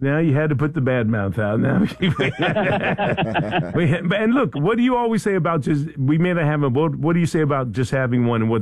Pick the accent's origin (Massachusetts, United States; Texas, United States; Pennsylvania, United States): Pennsylvania, United States; Philadelphia; moved away; I live down here. I'm from Philadelphia